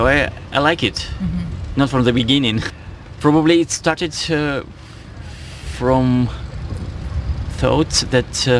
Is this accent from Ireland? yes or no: no; Belarus; I'm from Belarus. I play accordion and I'm here.